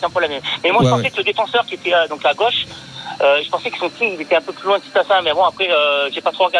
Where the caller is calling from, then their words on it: Saint-Étienne, Auvergne-Rhône-Alpes, France; en tant que Stéphanois